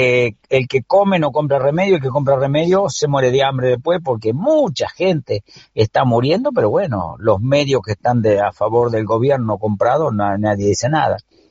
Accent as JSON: {"language": "Spanish", "country": "Argentina"}